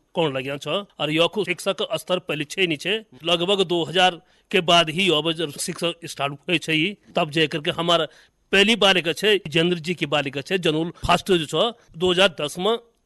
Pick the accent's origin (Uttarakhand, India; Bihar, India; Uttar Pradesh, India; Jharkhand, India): Uttarakhand, India; और हमारा गाँव जनपद चमोली का विकास खंड जोशीमठ से 12 किलोमीटर आगने चु और राष्ट्रीय राजमार्ग से लगभग 150 मीटर तो हो चु।